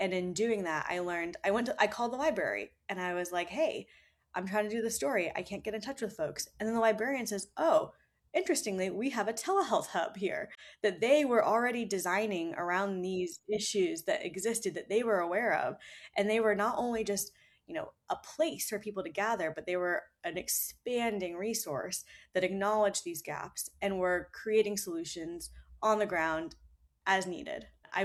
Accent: Texas, United States; My most recent reporting happened in my home state of Texas.

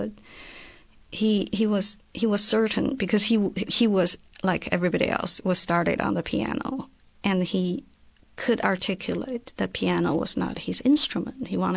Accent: China; So I grew up in China, and for instance, when I was little, all the adults would say, you know, since you're a child, you have no right to decide who you want to be or what you want to do.

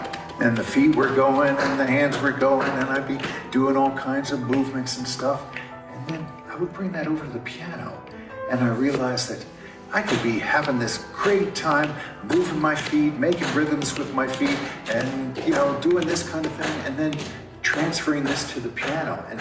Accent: Englewood, New Jersey, United States; Well, I grew up in Inglewood, New Jersey

